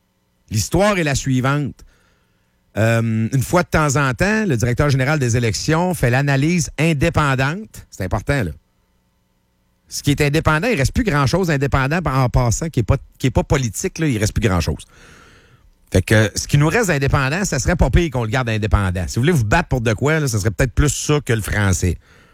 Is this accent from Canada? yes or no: yes; Quebec, Canada; Tu vois bien, on est des Québécois, puis on vote tout pour, nous autres.